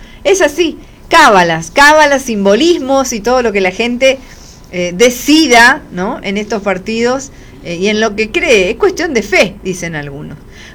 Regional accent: Argentina

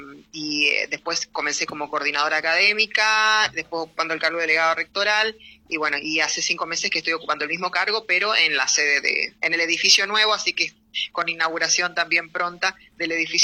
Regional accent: Oberá, Misiones, Argentina; born there; Soy oriunda, o sea, nací en Oberá, pero por muchos años la familia vivió en otro lugar, así que bueno, muy contenta de poder estar ahora en mi ciudad natal

